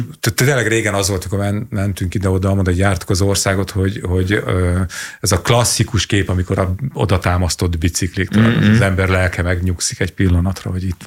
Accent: Hungary; now in Budapest, Hungary; én vidéki vagyok.

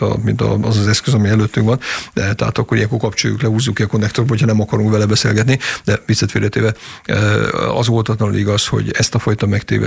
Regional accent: Zala, Hungary; nekem nincs zalai akcentusom, bár zalai vagyok

